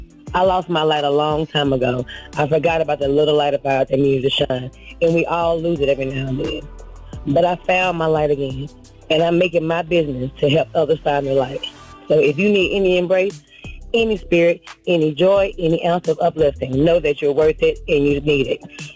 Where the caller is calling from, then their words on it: Warner Robins, Georgia, United States; I'm calling from Warner Robins, Georgia.